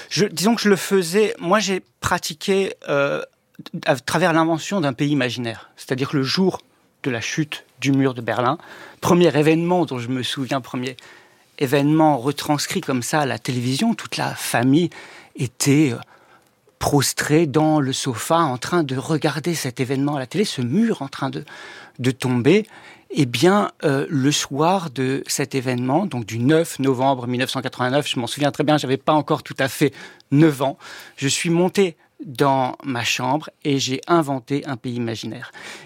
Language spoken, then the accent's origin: French; Auvergne-Rhône-Alpes, France; also born or lived in Lyon; Alors, moi j'ai grandi, enfin je suis né à Lyon, et j'ai grandi à côté d'une centrale nucléaire, la centrale nucléaire de Crémalville, qu'on surnommait Super Phoenix. Donc on est dans le Nord-Isère, tout proche d'un fleuve, le Rhône